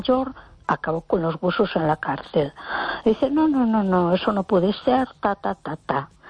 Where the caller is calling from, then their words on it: A Coruña, Galicia, Spain; de Coruña.